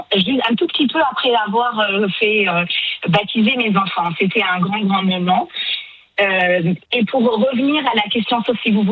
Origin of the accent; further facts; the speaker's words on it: Algeria; born there; Il se fait que je suis née en Algérie, donc dans une famille de parents athées mais intellectuels et qui nous ont poussés à l'ouverture.